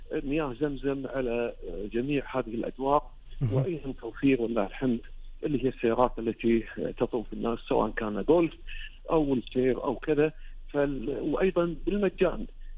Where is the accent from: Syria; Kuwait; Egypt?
Kuwait; وأيضا مدير الحج عندنا في الكويت